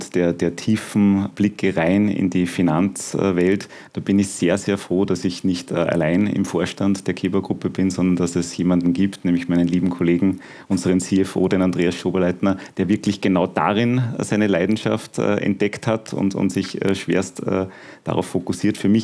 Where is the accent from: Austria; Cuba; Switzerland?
Austria; Steyr, Upper Austria; also born or lived in Dietach; Also aufgewachsen bin ich tatsächlich in Steyr und dann später, meine Eltern haben dann ein Haus gebaut in Dietach bei Steyr, ein Vorort von Steyr, sind wir dann dorthin gezogen.